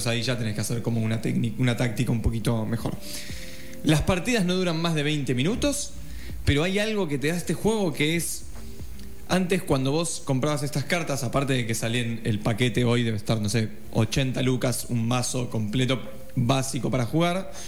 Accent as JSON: {"language": "Spanish", "country": "Argentina", "said": "Creo que soy ese argentino en el medio de la TAM."}